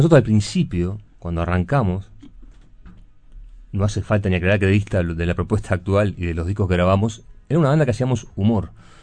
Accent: Montevideo, Uruguay; somos todos de Montevideo, pero nos conocemos de La Paloma.

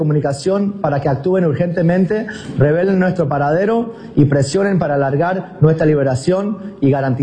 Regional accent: Uruguay; now in United States; soy de Uruguay con residencia americana, tengo 29 años.

